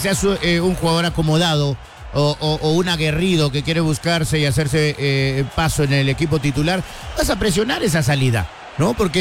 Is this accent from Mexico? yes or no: no; Guatemala